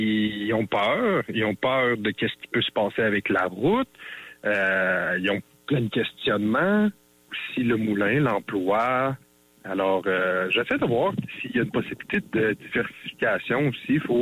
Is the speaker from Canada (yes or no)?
yes; Quebec, Canada; moved away as an adult; also born or lived in Victoriaville, Quebec; now in Parent, Canada; Je suis natif de Victoriaville et j'ai grandi la majorité de ma jeunesse rive-sud de Québec.